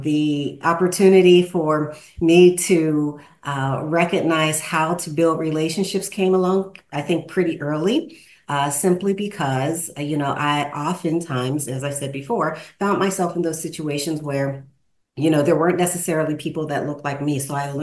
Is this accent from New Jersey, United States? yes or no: no; Pittsburgh, Pennsylvania, United States; But we grew up in Pittsburgh, Pennsylvania, which is home.